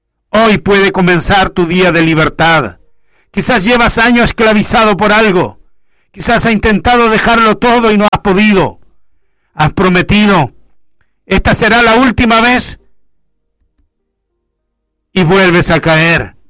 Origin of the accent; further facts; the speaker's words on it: Chile; porque somos chilenos.